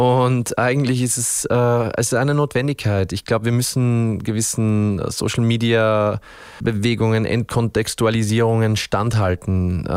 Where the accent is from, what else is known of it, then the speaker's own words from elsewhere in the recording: Upper Austria, Austria; now in Vienna, Austria; Ich glaube, ich denke da auch manchmal drüber nach, bin ich jetzt Oberösterreicher oder bin ich beides? Bin ich eigentlich ein Wiener? Ich muss jetzt mal rechnen. Ich glaube, ich bin schon fast die Hälfte meines Lebens jetzt auch in Wien.